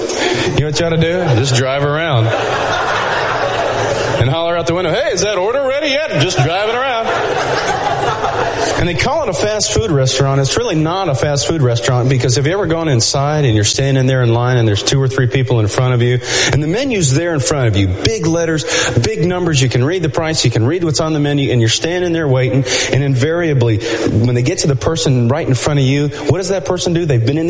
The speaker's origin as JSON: {"language": "English", "town": "Nashville", "region": "Tennessee", "country": "United States"}